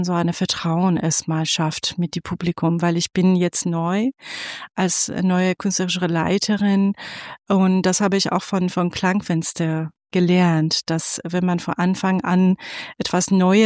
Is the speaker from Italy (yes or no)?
no; Tehran, Tehran Province, Iran; German is a second language; moved away as an adult; now in Osnabrück, Germany; Genau, ich komme aus dem Iran, aus Teheran und ich bin seit 2013 hier in Deutschland